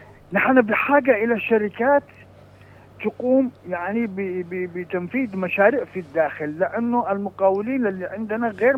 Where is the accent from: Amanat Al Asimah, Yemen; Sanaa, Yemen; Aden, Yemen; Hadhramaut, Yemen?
Aden, Yemen; يعني أنا من عدن